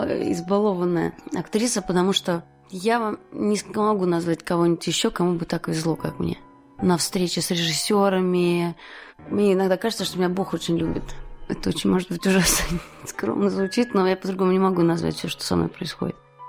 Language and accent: Russian; Latvia; moved away as an adult; also born or lived in Moscow; я латышка, иностранная гражданка